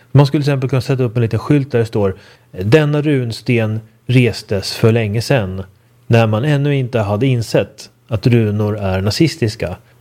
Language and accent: Swedish; Uppsala County, Sweden; till exempel där jag växte upp utanför Uppsala, där kan man tycka att det är väldigt mycket runstenar i landskapet.